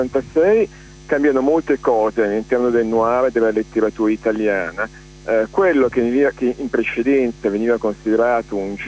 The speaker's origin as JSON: {"language": "Italian", "town": "Milan", "region": "Lombardy", "country": "Italy", "tie": "born or raised there", "said": "io sono nato a Milano e sono cresciuto a Milano"}